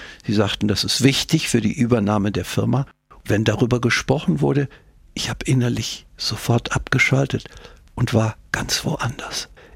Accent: North Rhine-Westphalia, Germany; born there; Ich wurde 1937 in Westfalen geboren.

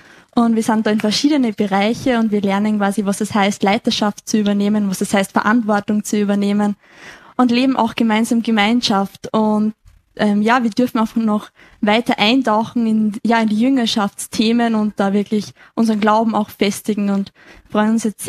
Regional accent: Lower Austria, Austria; ich bin 21 und ich komme aus Niederösterreich in der Nähe von Wieselburg

